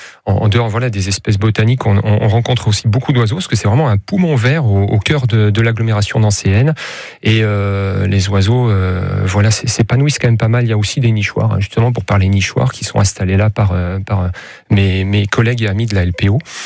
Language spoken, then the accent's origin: French; Vandœuvre-lès-Nancy, Grand Est, France; Moi je suis né à Nancy, j'ai habité très longtemps à Vendeuvre